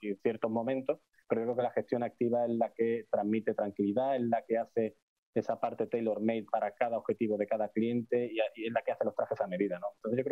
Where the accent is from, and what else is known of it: Galicia, Spain